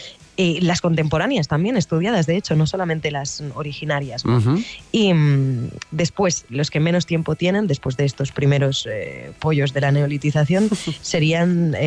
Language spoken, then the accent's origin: Spanish; Barcelona, Catalonia, Spain; Esto lo hemos visto claramente en mi ciudad natal, Barcelona.